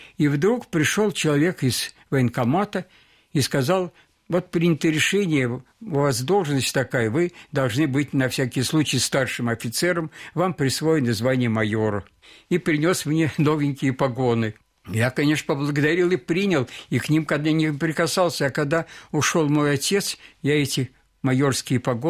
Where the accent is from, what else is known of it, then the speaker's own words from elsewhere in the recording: Moscow, Russia; born there; Я родился в Москве.